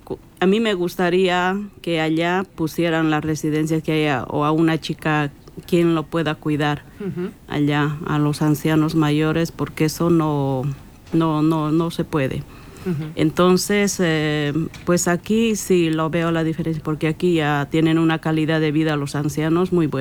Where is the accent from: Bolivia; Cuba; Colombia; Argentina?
Bolivia; now in Pamplona, Spain; en mi país es diferente, muy diferente.